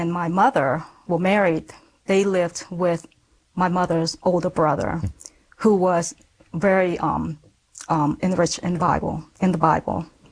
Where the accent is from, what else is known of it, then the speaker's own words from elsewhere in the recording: Phnom Penh, Cambodia; I was around 4 or 5 years old, as I recall, you know, living in our home in Phnom Penh, Cambodia.